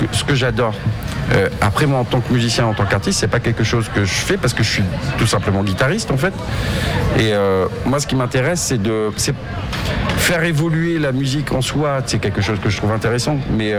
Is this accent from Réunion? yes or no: yes; Réunion; now in Paris, France; quand j'ai grandi à La Réunion, le Maloya, j'ai entendu ça tout le temps, depuis très très longtemps.